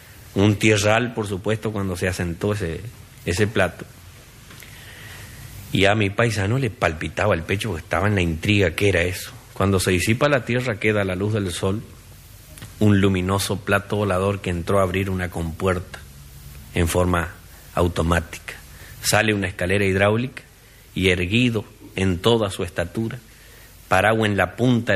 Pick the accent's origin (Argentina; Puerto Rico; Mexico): Argentina; Chaco; now in Buenos Aires, Argentina